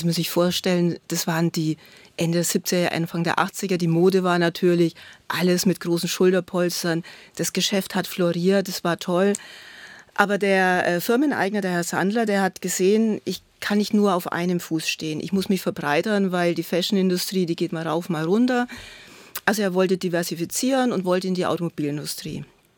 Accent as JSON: {"language": "German", "town": "Hof", "region": "Bavaria", "country": "Germany", "tie": "born or raised there", "said": "ich bin in Hof aufgewachsen, das war damals noch das Dreiländereck."}